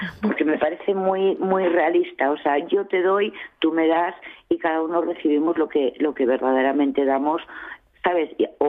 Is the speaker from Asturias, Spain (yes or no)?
yes; Oviedo, Asturias, Spain; also born or lived in Quirós; pero por circunstancias, llámese años 70, nací en Oviedo, ya sabes, inmigración, cambio de ciudad, etcétera, etcétera, ¿no? Me crié en Oviedo.